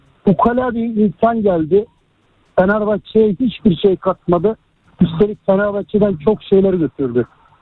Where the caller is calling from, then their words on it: Istanbul, Turkey; İstanbul'dan arıyorum.